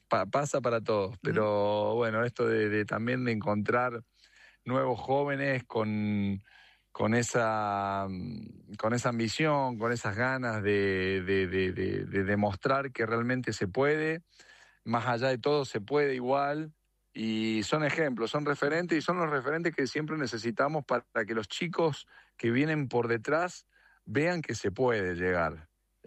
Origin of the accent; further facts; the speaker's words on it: Argentina; nosotros como argentinos lo cuestionamos mucho.